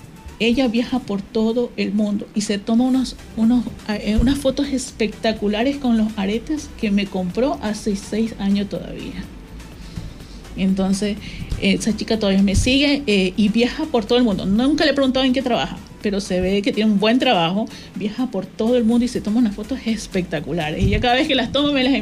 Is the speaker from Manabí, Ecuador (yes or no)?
yes; Portoviejo, Manabí, Ecuador; soy de Puerto Viejo, Río Chico, de la parte rural de Puerto Viejo.